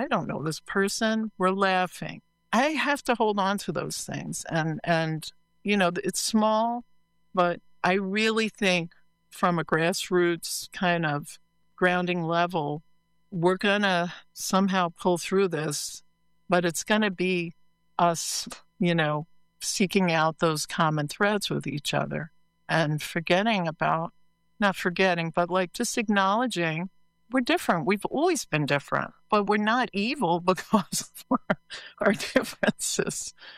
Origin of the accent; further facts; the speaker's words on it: New York, United States; Okay, I'm from New York, you know